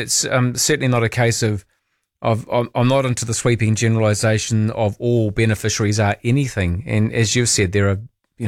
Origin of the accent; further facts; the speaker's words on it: Masterton, Wellington, New Zealand; But I remember when I grew up in Masterton, there was this mad craze of making concrete walls with grey wacky rocks set into them.